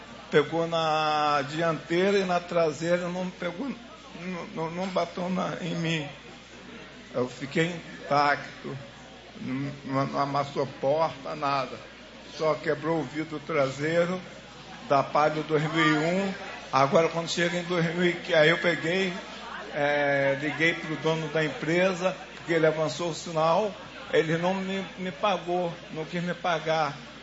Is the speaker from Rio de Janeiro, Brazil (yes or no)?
yes; Maricá, Rio de Janeiro, Brazil; Eu sou lá de Maricá, congrego aqui desde 2014.